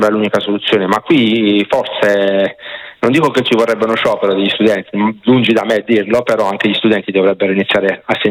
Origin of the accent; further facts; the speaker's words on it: Apulia, Italy; perché io sono pugliese, no? E penso che si senta